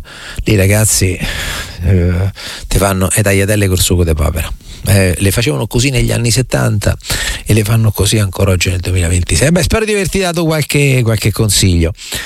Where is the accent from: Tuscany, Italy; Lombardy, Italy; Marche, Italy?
Marche, Italy; Recanati; Guarda, non ti dico Recanati perché è il mio paese